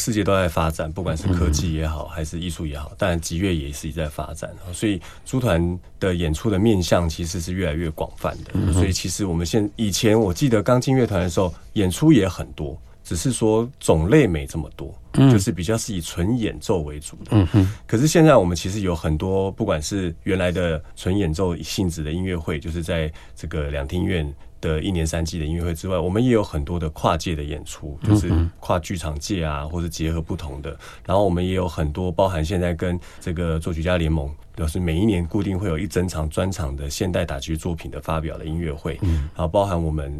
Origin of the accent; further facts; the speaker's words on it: Kaohsiung, Taiwan; 我是南部人，我从高雄来台北看了2场